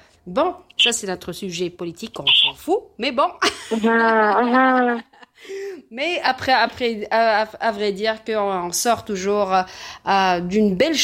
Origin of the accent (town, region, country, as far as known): Montreal, Quebec, Canada